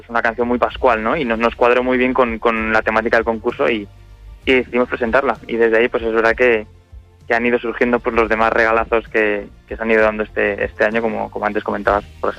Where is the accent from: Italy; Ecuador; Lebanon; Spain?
Spain; Salamanca, Castile and León; Desde luego que es un auténtico regalo poder hacer mi primer concierto en mi ciudad natal, en Salamanca